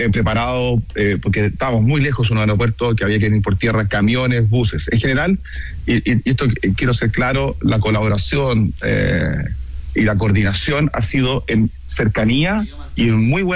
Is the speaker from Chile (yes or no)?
yes; Chile; Claro, y efectivamente soy chileno y por lo tanto la comparación con Chile siempre es difícil